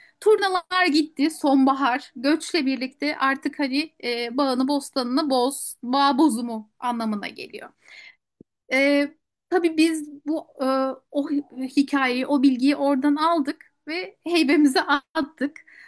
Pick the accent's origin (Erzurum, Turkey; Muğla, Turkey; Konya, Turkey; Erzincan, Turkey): Muğla, Turkey; Şimdi ben Muğla'lıyım ve şu ana kadar orada turna olduğunu hiç duymadım.